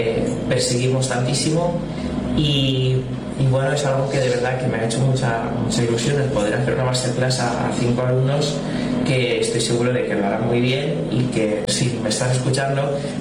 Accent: Valencian Community, Spain

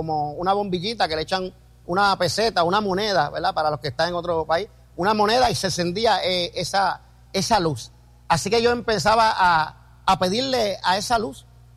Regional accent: San Juan, Puerto Rico; Me crié con mi abuela en Río Piedra, en el barrio Capetillo, en Río Piedra

